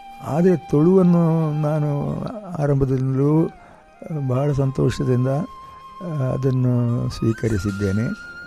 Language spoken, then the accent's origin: Kannada; Someshwara, Karnataka, India; moved away as an adult; also born or lived in Kotekar / Puttur; ನಮ್ಮ ಸೋಮೇಶ್ವರದ ಪರಿಸರ